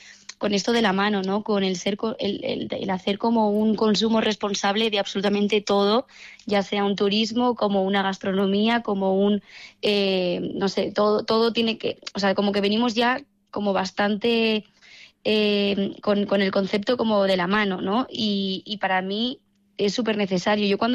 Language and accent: Spanish; La Cierva, Castilla-La Mancha, Spain; Claro, ¿cómo no voy a decir mi pueblo? Yo digo primero la cierva, ¿no?